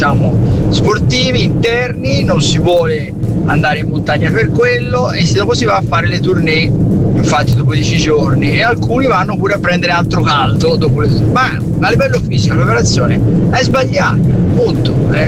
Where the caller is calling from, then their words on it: Brescia, Lombardy, Italy; sono da Brescia.